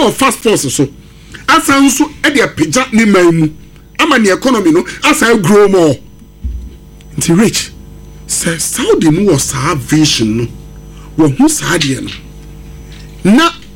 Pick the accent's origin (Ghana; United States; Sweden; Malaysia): Ghana; Emma, we are disappointed as a Ghanaian.